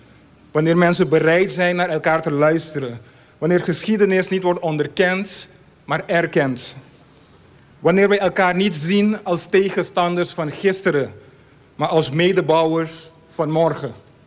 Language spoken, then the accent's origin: Dutch; Rincon, Bonaire, Caribbean Netherlands; born there; first language Papiamento; Dutch is a second language; Rincon. Het dorp waar ik ben geboren.